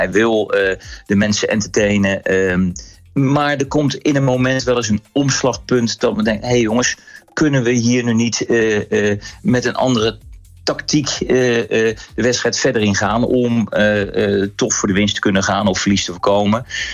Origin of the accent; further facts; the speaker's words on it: South Holland, Netherlands; now in Eindhoven, Netherlands; Ik woon en werk al 28 jaar in Eindhoven. Dus ik heb het niet live meegemaakt. Eén keer op bezoek bij een vriendje vanuit het Rotterdamse, waar ik van origine kom.